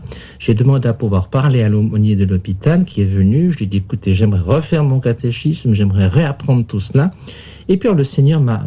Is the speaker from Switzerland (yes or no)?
yes; Yverdon, Vaud, Switzerland; born there